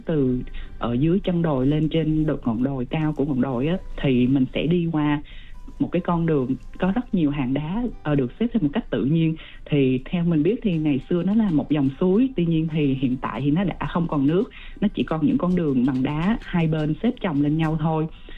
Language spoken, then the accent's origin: Vietnamese; Dak Lak, Vietnam; quê hương của mình, đó là Phú Yên cũ, thì hiện nay đó là tỉnh Đắk Lắk.